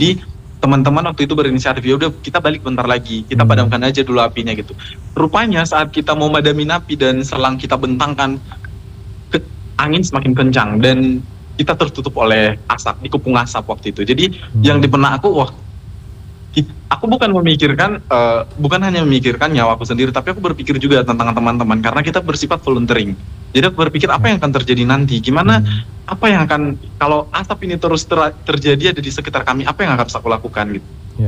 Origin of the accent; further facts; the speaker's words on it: Sumatra, Indonesia; moved away; latar belakang saya juga dari indigenous community, saya berasal dari Sumatera yang memiliki hutan dan juga hukum adat seperti itu.